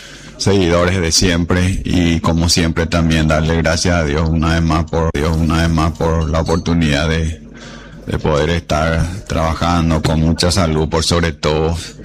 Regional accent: Itapúa, Paraguay; nos permitió sentirnos orgullosos como itapuense, como paraguayo

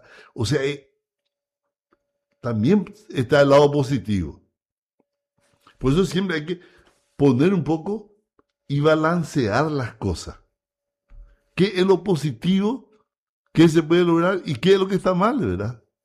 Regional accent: Paraguay

